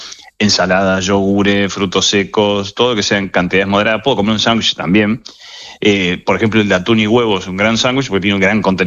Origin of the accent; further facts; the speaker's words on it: Argentina; Yo, siendo argentino, también lo tiene.